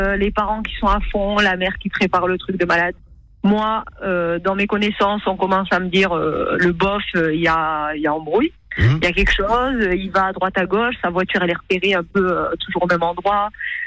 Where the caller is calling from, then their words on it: Carcassonne, Occitanie, France; Oui, je suis de Carcassonne.